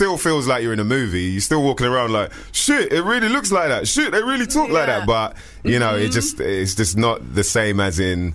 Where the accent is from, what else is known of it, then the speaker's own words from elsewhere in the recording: London, United Kingdom; I came all the way from London